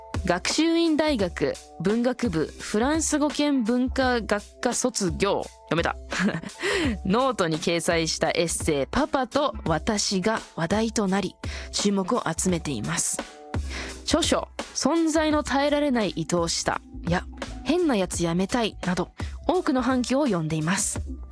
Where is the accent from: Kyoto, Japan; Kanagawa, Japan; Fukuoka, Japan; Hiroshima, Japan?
Fukuoka, Japan; いいですね、私福岡生まれなんですけど、うん、ずっと海と山で育って。